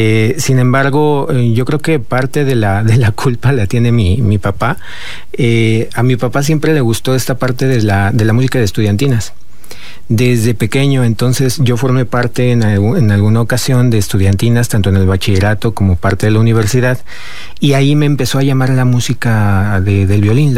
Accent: Querétaro, Mexico; Soy de Querétaro, así es.

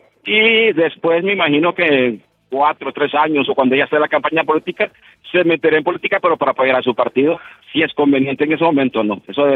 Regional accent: Honduras; estoy aquí en condición como hondureño

